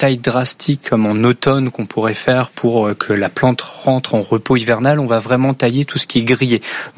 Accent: Normandy, France; moi, je suis normand

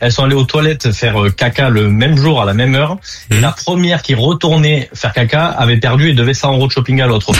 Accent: Saintes, Nouvelle-Aquitaine, France; Je viens de la ville de Saintes, en Charente-Maritime.

